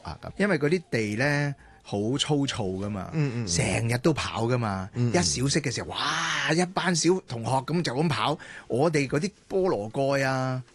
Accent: Kowloon, Hong Kong; 我细个的时候我就住石硖尾的。

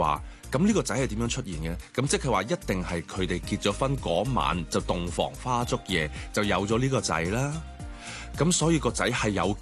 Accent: Hong Kong

